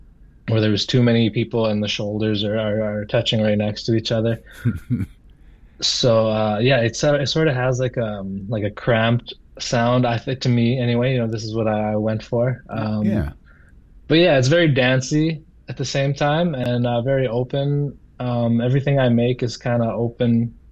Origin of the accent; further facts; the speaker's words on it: Inuvik, Northwest Territories, Canada; I'm from Inuvik, Northwest Territories. I'm Inuvialuit. Most people know us as Inuit or Eskimo if you're kind of old school, but... So I'm from the Arctic. I was born and raised here.